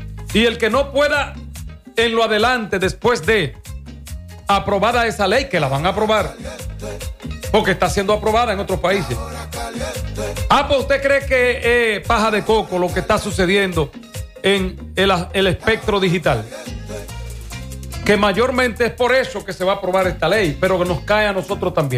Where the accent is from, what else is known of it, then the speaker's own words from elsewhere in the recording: Dominican Republic; entendernos como buenos dominicanos